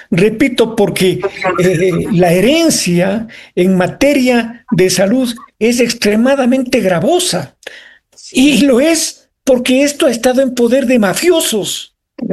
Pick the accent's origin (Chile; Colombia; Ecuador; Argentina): Ecuador